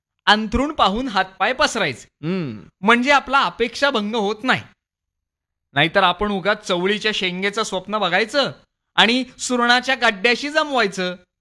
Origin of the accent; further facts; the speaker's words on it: Satara, Maharashtra, India; अरे मी साताऱ्याचाच रे बाबा